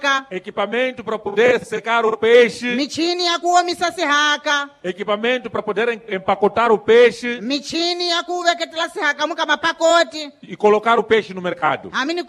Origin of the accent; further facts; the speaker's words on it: Mozambique; todos nós, como moçambicanos, temos que estar atentos aos inimigos do desenvolvimento do povo moçambicano